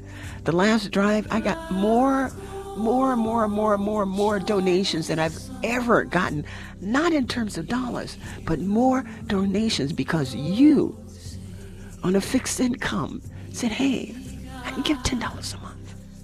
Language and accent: English; New York, United States; moved away as an adult; I came in 1980 from New York.